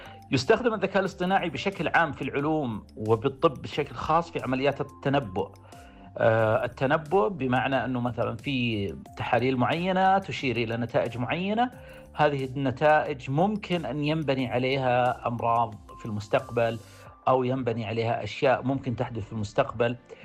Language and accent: Arabic; Saudi Arabia; الآن إحنا شفنا حتى عندنا في السعودية والحمد لله بحكم أنها دولة جدا متقدمة ورائعة في مجال الطب